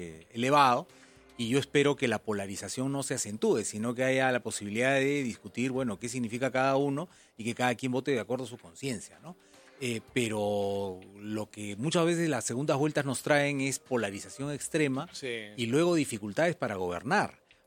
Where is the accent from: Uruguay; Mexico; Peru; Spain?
Peru; todos somos peruanos